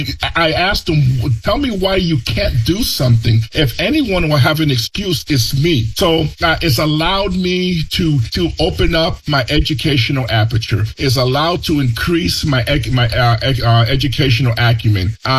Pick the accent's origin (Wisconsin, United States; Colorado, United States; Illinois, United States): Illinois, United States; Chicago; English is a second language; because I grew up in the projects of Chicago, I got a chance to go to the University of Wi